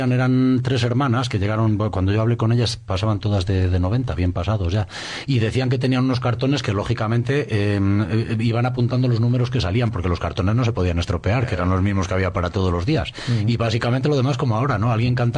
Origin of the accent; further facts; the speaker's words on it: Castile and León, Spain; se solía decir también en nuestro páramo, filandón